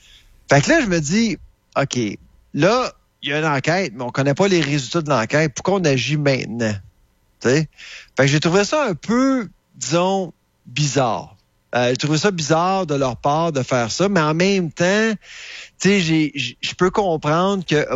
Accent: Canada

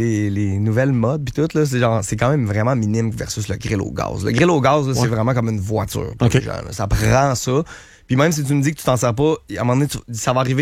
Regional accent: Saint-Jean-Chrysostome, Quebec, Canada; mon père, moi, on vient de Saint-Jean-Chrysostome, okay. Le Québec, ouais.

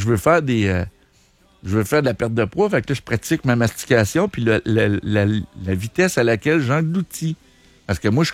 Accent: Quebec, Canada; on le dit comme on est Québécois, là.

